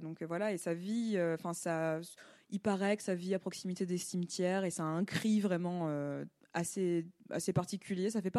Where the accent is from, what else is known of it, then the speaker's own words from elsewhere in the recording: France; On est Français, on est sympa.